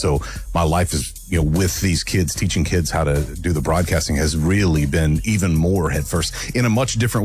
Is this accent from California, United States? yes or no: no; Slaton, Texas, United States; my hometown, Slato Eagles